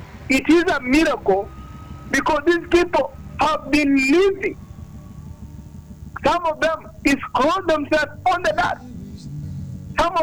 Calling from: Uasin Gishu County, Kenya; I'm calling you from Western Gishu, Main Altar.

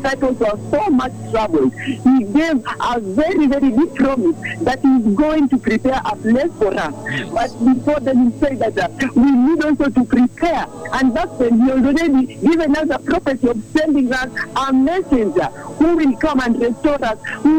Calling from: Nairobi, Kenya; You are speaking to … I'm calling from the University of Nairobi.

